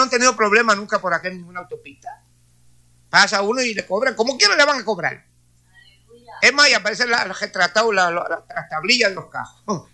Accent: Puerto Rico; Yo amo a mi patria, amo a mi país.

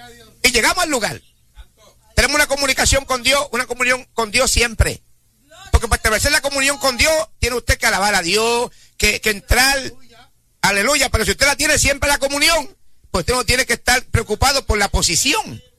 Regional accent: Corozal, Puerto Rico; Allá en Corozal, en mi pueblo

